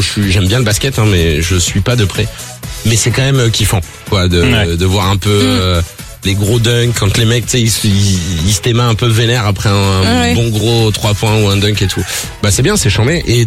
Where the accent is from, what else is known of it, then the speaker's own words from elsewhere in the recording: Nice, Provence-Alpes-Côte d'Azur, France; Je suis niçois. Oui. Je sais que j'aime ma ville.